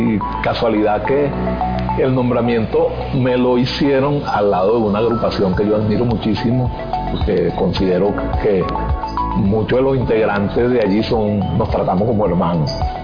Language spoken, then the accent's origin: Spanish; Venezuela